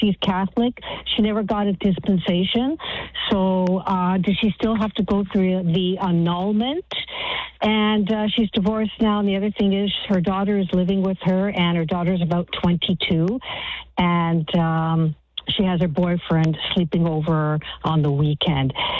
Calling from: Oakville, Ontario, Canada; Thank you for taking my call. I'm calling from Oakville, Ontario.

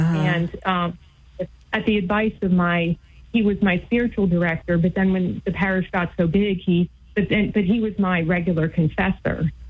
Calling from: Virginia, United States

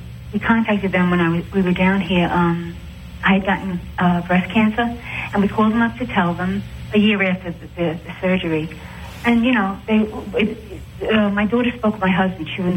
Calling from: Florida, United States

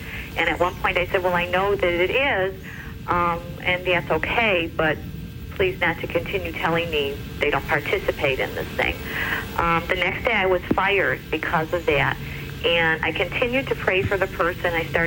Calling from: Chicago, Illinois, United States

